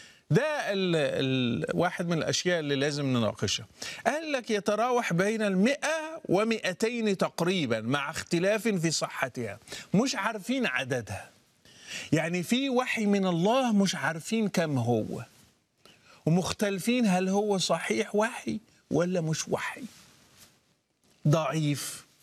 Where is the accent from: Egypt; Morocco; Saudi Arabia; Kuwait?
Morocco; بس احنا كمغاربة هتلاقي في المغرب اللي بيسمى المغرب العربي ما بنعترفش بالإعجام بالذال المعجمة ولا بالضاد المعجمة